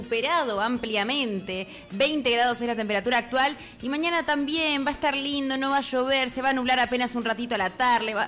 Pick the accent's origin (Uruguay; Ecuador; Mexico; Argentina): Argentina